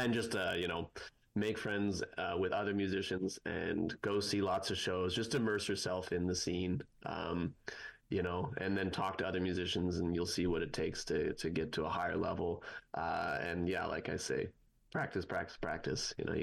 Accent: Nova Scotia, Canada; I'm from Nova Scotia.

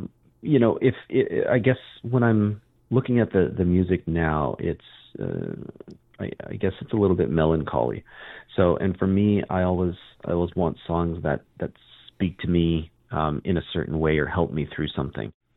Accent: Saskatchewan, Canada; now in Saskatoon, Canada; I'm from Saskatoon. I grew up in small town Saskatchewan, kind of southeast Saskatchewan, in a small town of 1,100 people.

